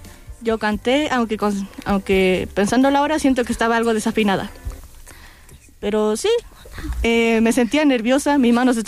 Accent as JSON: {"language": "Spanish", "country": "Chile", "said": "Yo soy de Chile, aunque mis padres son bolivianos."}